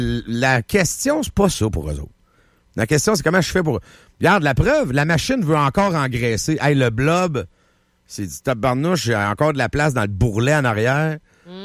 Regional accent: Quebec, Canada

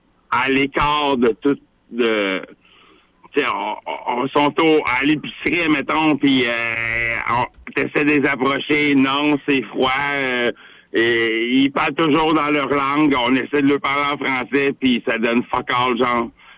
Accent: Quebec, Canada; parce que, tu sais, on se respecte plus en tant que Québécois.

